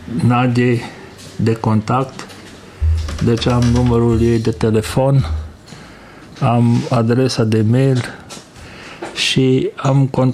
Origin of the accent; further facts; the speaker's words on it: Timiș County, Romania; moved away as an adult; also born or lived in Jimbolia / Suceava; now in Germany; Dar m-am născut la Ilcea Mare, în județul Timiș. Am făcut liceul la Jimbolea, în limba germană, și am studiat filologie germană-română la Suceava.